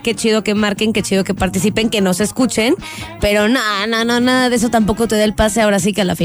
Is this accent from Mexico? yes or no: yes; Mexico; La mayoría ya todos éramos mexicanos.